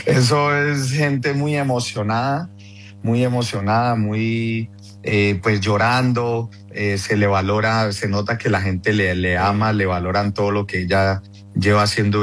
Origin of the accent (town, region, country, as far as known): Cali, Valle del Cauca, Colombia